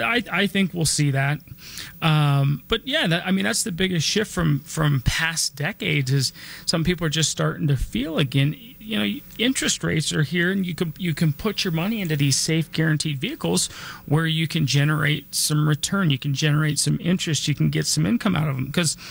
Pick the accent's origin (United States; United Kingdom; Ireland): United States; Denver, Colorado; I was born and raised here in Denver.